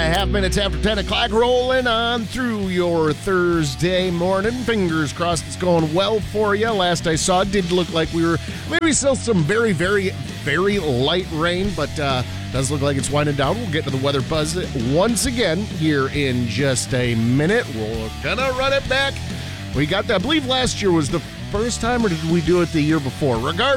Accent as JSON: {"language": "English", "town": "Oostburg", "region": "Wisconsin", "country": "United States", "tie": "born or raised there", "said": "Like, I grew up in Oostburg. Main Street's about the only road that I know."}